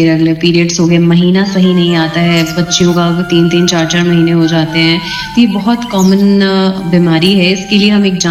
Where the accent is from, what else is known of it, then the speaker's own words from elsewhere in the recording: Lucknow, Uttar Pradesh, India; और मैं लखनऊ से हूँ